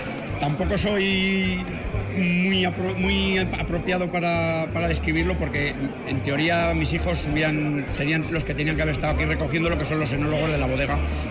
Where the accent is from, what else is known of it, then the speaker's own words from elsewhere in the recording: Baños de Ebro, Basque Country, Spain; Nos han dado premio, somos de Baños de Ebro, y nos han dado el primer premio del blanco joven.